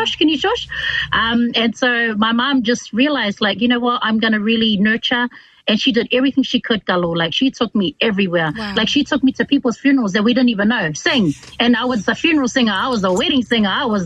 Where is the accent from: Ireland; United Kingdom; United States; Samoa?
Samoa; I come from Samoa, the villages, Nu'usutia Safata, Gingikua, Mota'a, Iwa Savai, and also Faliliman Iwa.